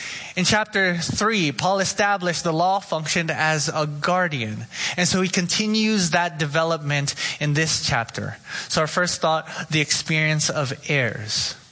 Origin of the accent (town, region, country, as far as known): Oxnard, California, United States; born or raised there